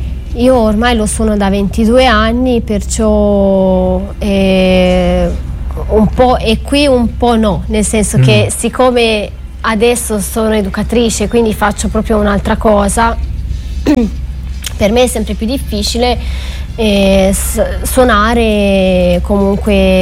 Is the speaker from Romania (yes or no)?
yes; Romania; now in Italy; del mio essere proprio rumena